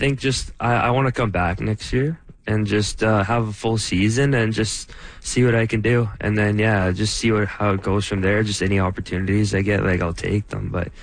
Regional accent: Niverville, Manitoba, Canada; I appreciate the community, like, all the people here. Like, you just have great people. And, yeah, I mean, it's one of the fastest growing communities.

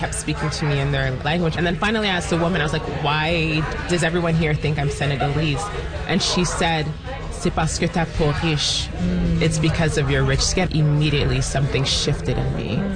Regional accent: Toronto, Ontario, Canada; So growing up in Toronto, I learned pretty quickly how people viewed like black women generally, but especially darker skinned black women.

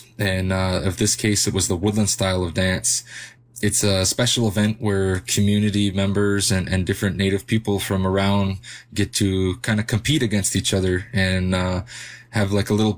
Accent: Curve Lake First Nation, Ontario, Canada; I'm from Curve Lake First Nation originally. That's my band and where my family comes from.

